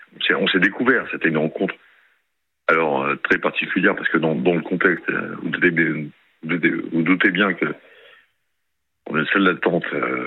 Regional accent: Pau, Nouvelle-Aquitaine, France; Sachant que moi je suis de Pau et elle...

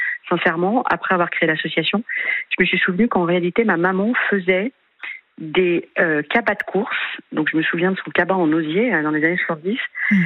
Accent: Lyon, Auvergne-Rhône-Alpes, France; C'est quand même, je suis une pure lyonnaise.

